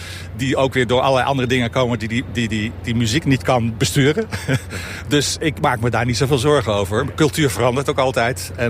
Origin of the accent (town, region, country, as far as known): Netherlands